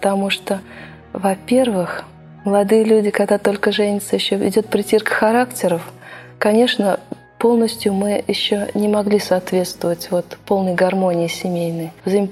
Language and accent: Russian; Kazan, Tatarstan, Russia; moved away as an adult; now in Nizhny Novgorod, Russia; я сама родом из Казани. Прожила там 20 лет до того, как вышла замуж. И переехала в Нижний Новгород.